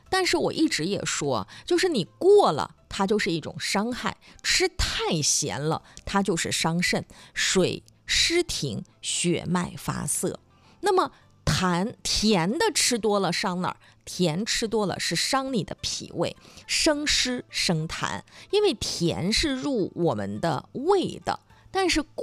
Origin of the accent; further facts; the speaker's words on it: Dalian, Liaoning, China; 你像我们大连都比较我们大连人都很喜欢吃那个黄桃罐头哈，